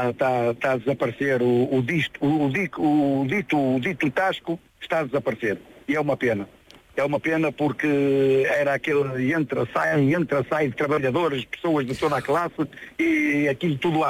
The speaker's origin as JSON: {"language": "Portuguese", "town": "Porto", "region": "Norte", "country": "Portugal", "tie": "born or raised there", "lives_now": "Vila Nova de Gaia, Portugal", "said": "Eu sou do Porto, nascido e criado no Porto. Como é que você... Moro em Vila Nova de Gaia, Valadares."}